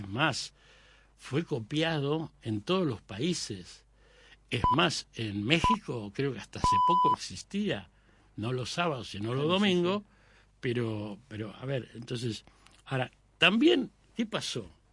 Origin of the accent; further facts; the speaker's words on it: Buenos Aires, Argentina; Yo soy de, nací en Villa Crespo, me crié toda la vida en Villa Crespo